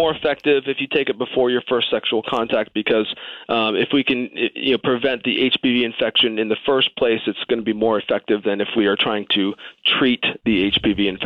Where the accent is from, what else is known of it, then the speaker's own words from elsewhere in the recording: Boston, Massachusetts, United States; I grew up in the Northeast. I'm from the Boston area, so not too far away.